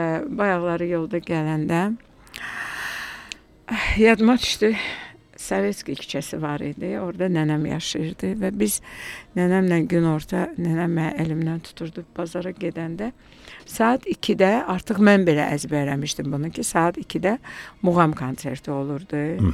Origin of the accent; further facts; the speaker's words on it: Buzovna, Baku, Azerbaijan; mən Buzovnada böyümüşəm, nə yaxşı ki, bura var, nə yaxşı ki, mən burada gəlib qala bilirəm.